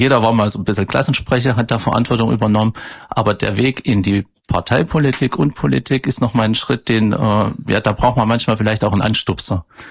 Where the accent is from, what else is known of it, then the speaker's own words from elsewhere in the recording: Bad Berka, Thuringia, Germany; ich hatte eine schöne Kindheit in Bad Berka und in der Umgebung und ich möchte meiner Heimat wieder was zurückgeben.